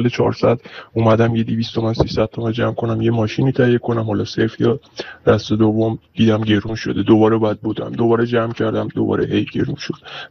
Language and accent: Persian; Iran; من که یک جوان ایرانی هستم و تقریبا 30 سالم هستش